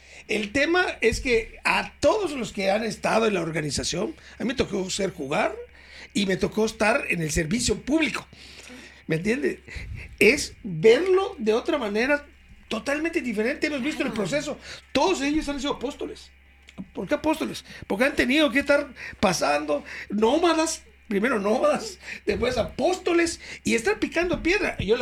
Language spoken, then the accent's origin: Spanish; Yucatán, Mexico; para nosotros como yucatecos